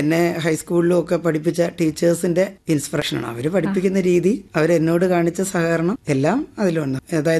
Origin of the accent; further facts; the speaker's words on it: Thiruvananthapuram district, Kerala, India; also born or lived in Varkala; എന്റെ സ്വദേശം തിരുവനന്തപുരം ജില്ലയിലെ വാഴമുട്ട കോവളത്തിനടുത്ത്.